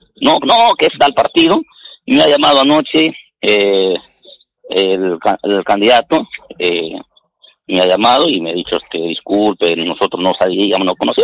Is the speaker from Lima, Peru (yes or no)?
no; Huarmaca, Piura, Peru; now in Nueva Cajamarca, Peru; yo soy natural de Huarmaca, Piura.